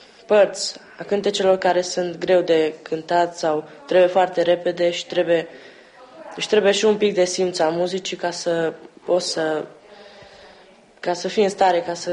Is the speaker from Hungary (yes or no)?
yes; Pusztaottlaka, Békés, Hungary; Sunt din Otla Căpustă, originar din județul Cluj, localitatea Turda.